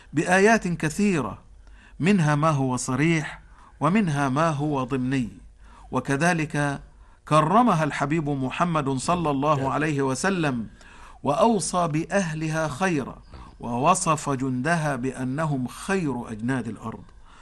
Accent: Egypt; جميعا كمصريين

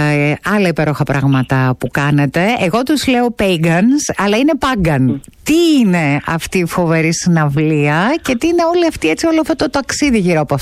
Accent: Serres, Central Macedonia, Greece; Να βάλεις και από τα Σέρας. Εγώ είμαι από τα Σέρας.

